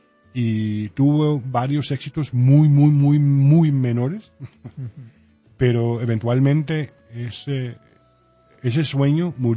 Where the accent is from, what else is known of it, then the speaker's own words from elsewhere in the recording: Detroit, Michigan, United States; born there; Nací en Detroit, Michigan. Mi padre era dominicano, mi madre costarricense. Los dos eran doctores. Se conocieron y casaron aquí.